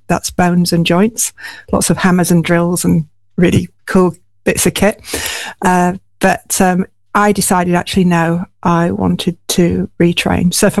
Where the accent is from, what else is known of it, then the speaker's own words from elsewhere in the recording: Hull, Yorkshire and the Humber, United Kingdom; We grew up in Hull together.